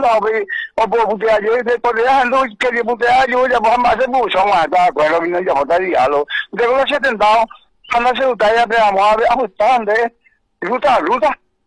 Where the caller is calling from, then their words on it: Paraguay; todos somos hermanos, todos somos paraguayos